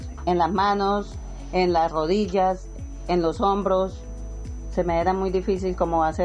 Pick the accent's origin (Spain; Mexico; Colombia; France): Colombia; Socorro, Santander; yo vengo del Socorro, tengo 53 años